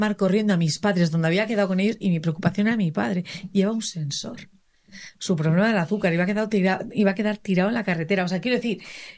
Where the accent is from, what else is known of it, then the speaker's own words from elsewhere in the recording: Asturias, Spain; Yo soy asturiana y de hecho tenemos tierras todavía ahí heredadas, ¿no?